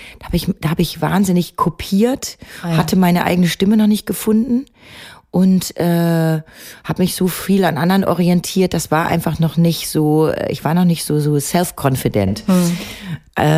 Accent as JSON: {"language": "German", "town": "Bad Salzuflen", "region": "North Rhine-Westphalia", "country": "Germany", "said": "nur mit Hilfe von so ein paar anderen Musikern aus Ostwestfalen, aus Bad Salzuflen, wo ich herkomme"}